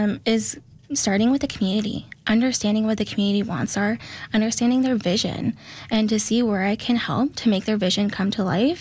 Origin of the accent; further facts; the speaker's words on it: Wawa, Ontario, Canada; I'm the first Moose Cree architect. And then, so I come from Mishkegwok territory. And like you said, I grew up in Wawa.